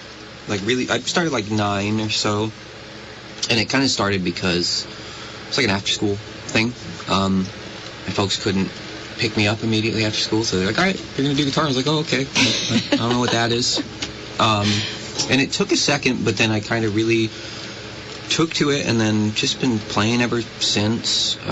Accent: Vermont, United States; discovered just being around Vermont. There's actually a pick or an open jam that used to happen in my hometown

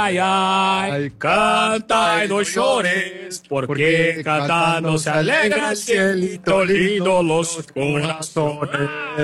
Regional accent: Brasília, Federal District, Brazil; Nós somos de Brasília, gostamos muito de mexicano.

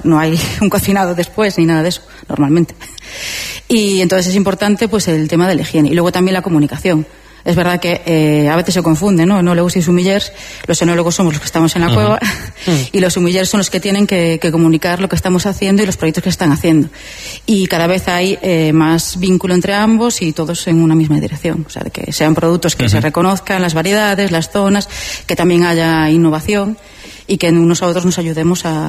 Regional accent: Vilagarcía de Arousa, Galicia, Spain; Tenemos el referente de donde yo soy, de Vila García de Arousa

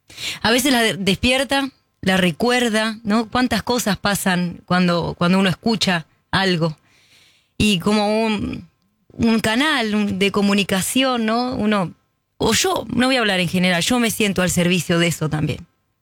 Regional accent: Roque Pérez, Buenos Aires Province, Argentina

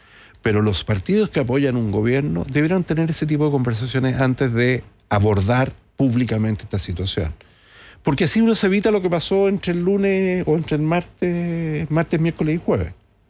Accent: Santiago, Santiago Metropolitan Region, Chile; yo soy de Santiago, pero me tocó visitar mucho las regiones cuando yo era autoridad.

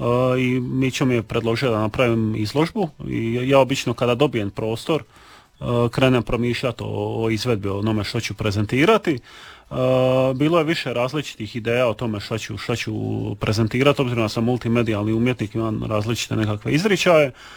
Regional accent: Knin, Šibenik-Knin County, Croatia; also born or lived in Sinj / Split; Ja sam inače se smatram nekakvim kninskim ambasadorom, obzirom da sam odrastao u Kninu, pa se može reći da sam i kninski žitelj, ali čak mi i osobno još prijavljena tu. Tako da sam ja jedan umjetnik, kninjanin, ali i spličanin

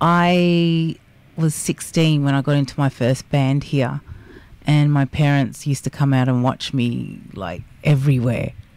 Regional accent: New Zealand; moved away; I was born in New Zealand

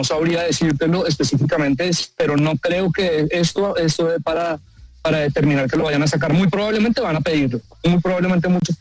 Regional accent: Mexico; porque yo soy de México

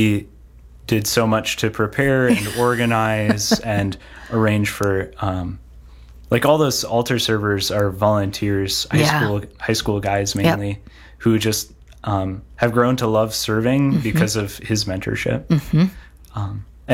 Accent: Eden, United States; But my first Sunday Mass was at home in Eden

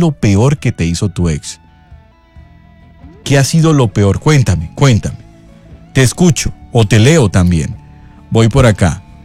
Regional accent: Bogotá, Colombia; now in Puerto Colombia, Colombia; Soy de Bogotá, pero vivo en Puerto Colombia.

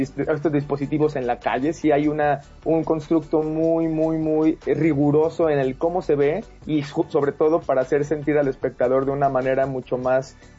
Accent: Guanajuato, Mexico; moved away; Yo soy guanajuatense

